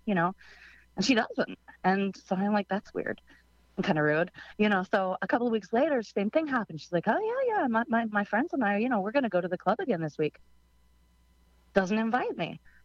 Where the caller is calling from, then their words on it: Norfolk, Virginia, United States; I'm calling from Norfolk, Virginia Beach.